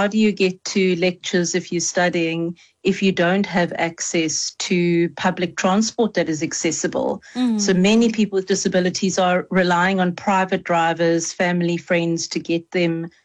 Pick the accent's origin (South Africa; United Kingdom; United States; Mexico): South Africa; East London, Eastern Cape; now in Cape Town, South Africa; even though I'm phoning in from Cape Town, I am a born and bred East Londoner.